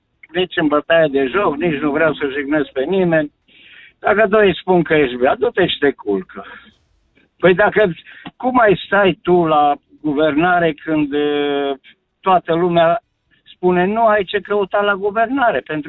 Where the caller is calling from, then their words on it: Cluj-Napoca, Cluj County, Romania; sunt din Cluj